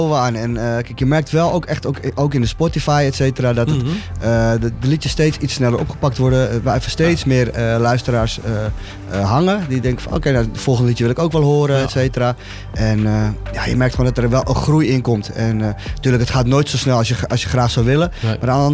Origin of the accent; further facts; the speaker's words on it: Amsterdam, North Holland, Netherlands; Maar ik heb wel liedjes waarin ik natuurlijk wel benoem dat ik uit Amsterdam kom.